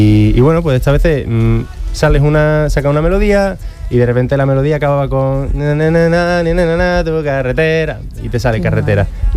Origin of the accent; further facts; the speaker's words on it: Seville, Andalusia, Spain; moved away as an adult; now in Madrid, Spain; Bueno, yo vivo en Madrid, soy de aquí de Sevilla, pero estoy viviendo en Madrid ya hace 4 años.